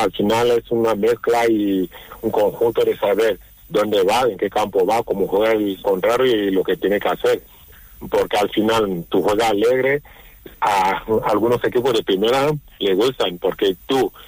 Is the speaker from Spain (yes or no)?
yes; Málaga, Andalusia, Spain; como malagueño y malaguista